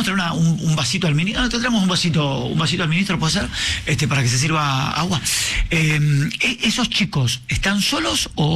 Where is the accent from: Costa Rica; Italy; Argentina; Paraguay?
Argentina; Adrogué, Buenos Aires Province; yo soy de Adrogué, soy de la provincia de Buenos Aires.